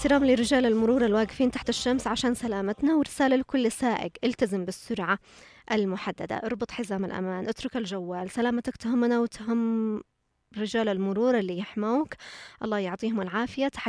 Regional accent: Yemen; صغار السن عندنا في اليمن أكثر

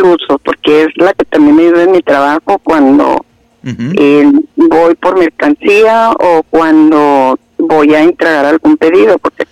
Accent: Durango, Mexico; de donde yo soy, de Durango, callada y tranquila, Ciudad Colonial, que ya no tiene nada de callada y tranquila, nada más le quedó lo de Ciudad Colonial.

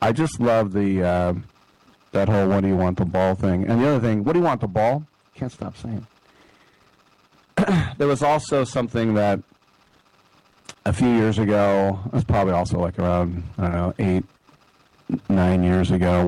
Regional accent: California, United States; Or in other words, just, you know, as a Californian.

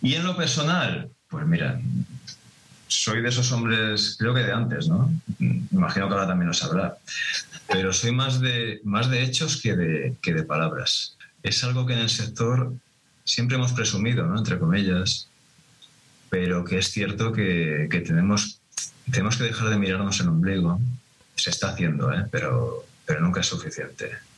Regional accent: Madrid, Community of Madrid, Spain; born there; moved away; Yo recuerdo cuando empecé en Madrid. O yo nací en Madrid, no tengo acento cordobés, lógicamente, como podéis observar. Yo empecé trabajando en Madrid, pues eso, en los años 90, un poquito antes.

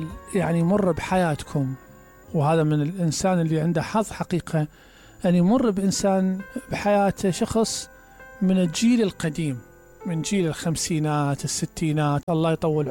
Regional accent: Basra, Basra Governorate, Iraq; أتكلم عن لهجة أهلنا

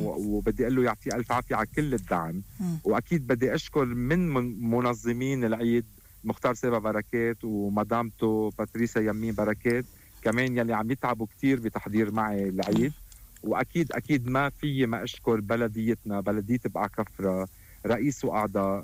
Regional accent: Lebanon

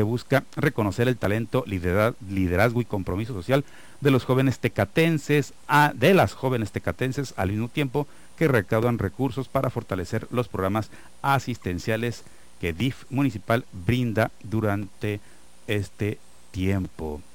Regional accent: Tijuana, Baja California, Mexico; para mí es Casa de la Cultura, porque soy de aquí de Tijuana, tiene muchas ofertas

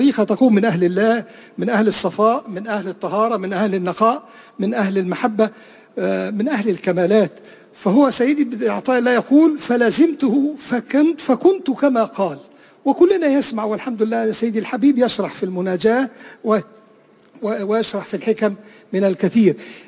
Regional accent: Egypt; أنا من مصر،

